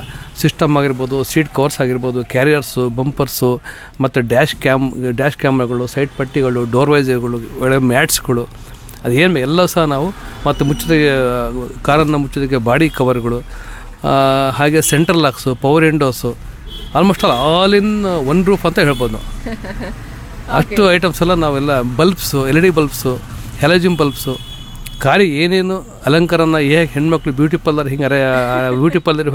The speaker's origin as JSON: {"language": "Kannada", "region": "Karnataka", "country": "India", "tie": "born or raised there", "said": "ನಾವು ಹುಟ್ಟಿದ್ದು ಇಲ್ಲಿ ಶಿವಮೊಗ್ಗ ತಾಲೂಕು ಮಿಲಿನ ಹಂಸವಾಡಿ ಅಂತ ಒಂದು ಗ್ರಾಮ."}